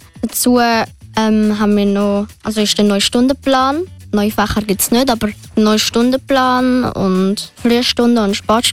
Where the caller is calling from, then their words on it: Ottenbach, Zurich, Switzerland; Ich komme aus Ottenbach und gehe in die 6. Klasse. Ich bin 10 Jahre alt und werde im Oktober 11.